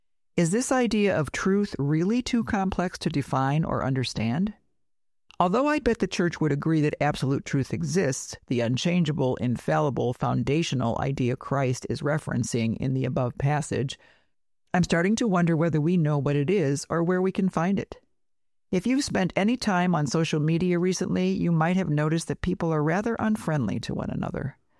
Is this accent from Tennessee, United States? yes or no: no; California, United States; I grew up in California as an atheist. The Bible was not a part of my upbringing, nor was church.